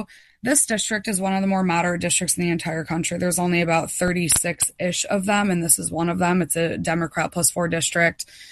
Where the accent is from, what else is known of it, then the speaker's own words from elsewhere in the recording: Auburn, New York, United States; I grew up in Auburn. I was born and raised.